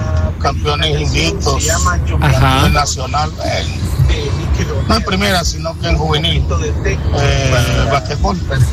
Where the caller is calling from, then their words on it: El Salvador; Yo soy salvadoreño